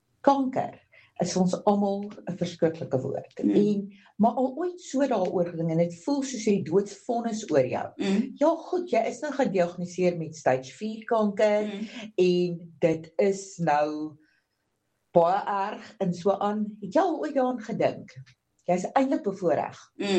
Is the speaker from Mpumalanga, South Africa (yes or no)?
yes; Ermelo, Mpumalanga, South Africa; En daar uit Pumalanga in Ermelo